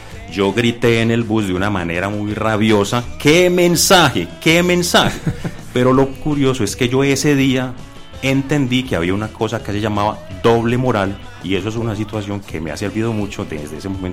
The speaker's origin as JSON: {"language": "Spanish", "town": "La Ceja", "region": "Antioquia", "country": "Colombia", "said": "yo soy del municipio de La Ceja."}